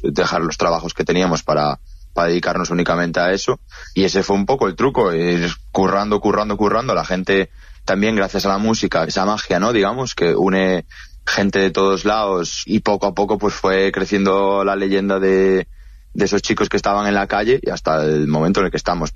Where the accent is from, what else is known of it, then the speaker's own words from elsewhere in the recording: Galicia, Spain; y yo, que soy de Galicia, Galiza, Balice.